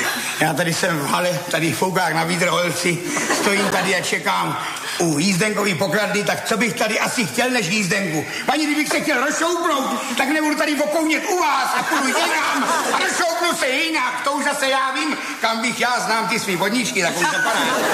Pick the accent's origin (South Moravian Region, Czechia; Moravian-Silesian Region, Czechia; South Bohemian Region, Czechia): South Moravian Region, Czechia; Brno; No to byl z Brna, já jsem taky z Brna. Rodáci z Brna jsme, tam jsme jí chodili s Jandou do školy.